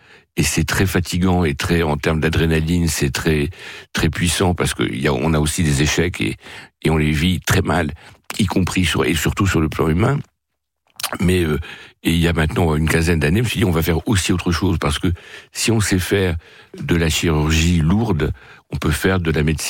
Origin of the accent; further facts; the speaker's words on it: France; born there; also born or lived in Rio de Janeiro, Brazil; J'ai surtout démarré très loin de la France, puisque je n'ai pas de sang français. Je suis né au Brésil. Je suis arrivé en Europe par le troisième mariage de ma mère, qui épousait un Français